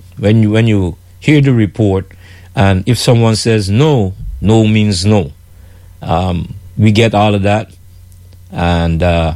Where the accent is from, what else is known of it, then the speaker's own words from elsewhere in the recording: Guyana; now in United States; mainly my home country, and for many of you that are listening here in Caribbean Power Jam, your home country, Guyana.